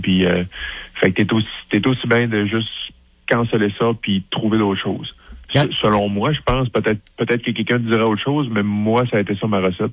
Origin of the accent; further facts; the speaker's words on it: Quebec, Canada; je viens du Saguenay-Lac-Saint-Jean